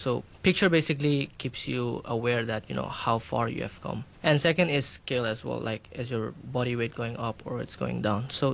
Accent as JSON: {"language": "English", "country": "Pakistan", "moved": "yes", "said": "I'm from Pakistan as well."}